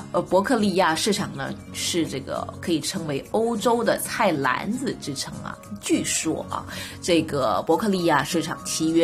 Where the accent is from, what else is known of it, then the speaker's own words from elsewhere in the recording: China; 让我回到了这个小的时候在中国那种菜市场的感觉